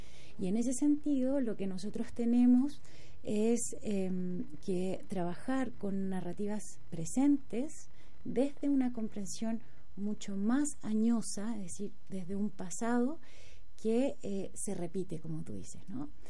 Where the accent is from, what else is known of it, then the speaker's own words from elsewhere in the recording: Chile; moved away as an adult; now in Bochum, Germany; y yo también vengo desde Chile, de otro pueblito ex minero del carbón